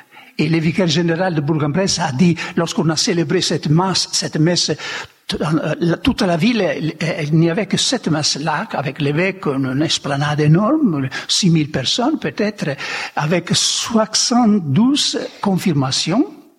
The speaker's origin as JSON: {"language": "French", "region": "central Italy", "country": "Italy", "tie": "born or raised there", "moved": "yes", "said": "Dans ma région, je suis de l'Italie centrale."}